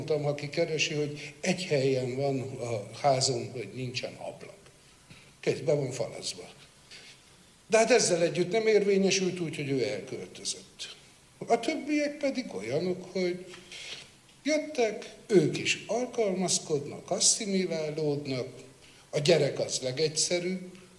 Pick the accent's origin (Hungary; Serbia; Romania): Romania; Székely Land; Én székelyföldi vagyok